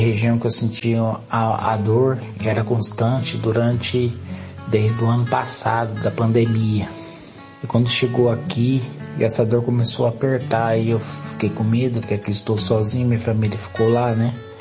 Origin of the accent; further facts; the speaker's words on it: São Paulo, Brazil; sou do interior de São Paulo, por exemplo, Dente, mas estou aqui no Paraná